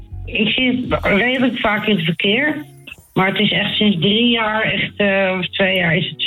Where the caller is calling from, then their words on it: Amsterdam, North Holland, Netherlands; Ik woon in het Alphenhavengebied, Amsterdam.